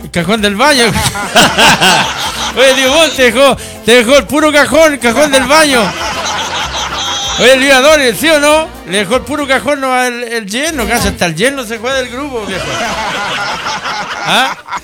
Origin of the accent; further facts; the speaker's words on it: San Vicente de Tagua Tagua, O'Higgins, Chile; San Vicente, mi tierra.